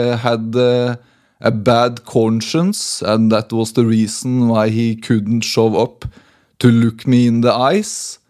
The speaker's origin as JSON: {"language": "English", "country": "Norway", "tie": "born or raised there", "second_language": "English", "moved": "yes", "said": "I was back in my hometown in Norway"}